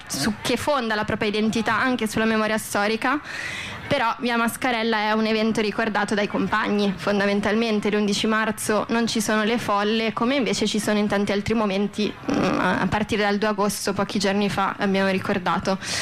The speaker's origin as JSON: {"language": "Italian", "town": "Bologna", "region": "Emilia-Romagna", "country": "Italy", "said": "io sono bolognese"}